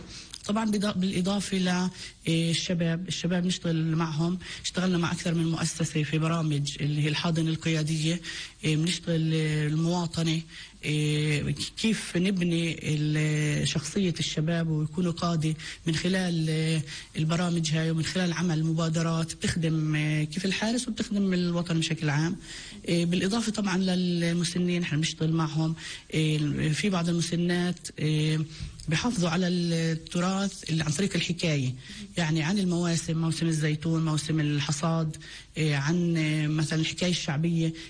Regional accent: West Bank, Palestine; احنا يعني في بلدتنا في كفر الحادث

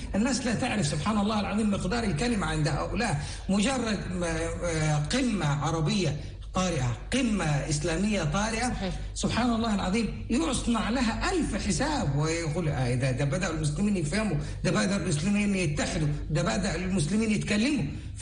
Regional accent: Egypt; نتأثر به كمصريين

